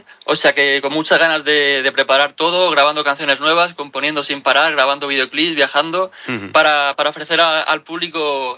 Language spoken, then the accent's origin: Spanish; Teruel, Aragon, Spain; todas las bailarinas que me acompañan son de Teruel, yo soy de Teruel